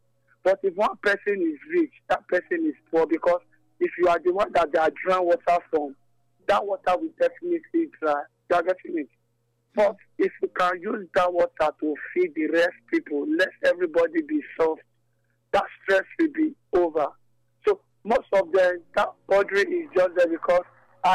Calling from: Benin City, Edo, Nigeria; calling you from the city of Benin City.

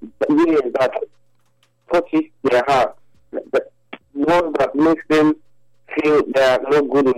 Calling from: Ogbomosho, Oyo, Nigeria; I'm calling from Ogbodosho.

